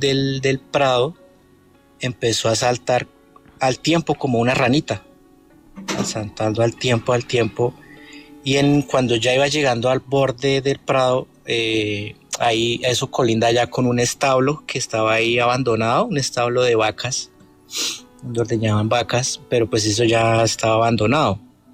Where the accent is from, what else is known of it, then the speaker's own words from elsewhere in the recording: Tabio, Cundinamarca, Colombia; Eso fue en el año 2011, uh-huh. En Tabio. Yo soy de Tabio.